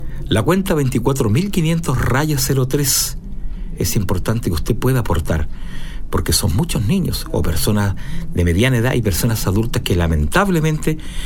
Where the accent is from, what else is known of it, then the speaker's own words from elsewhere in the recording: Chile; yo soy chileno, soy nacionalista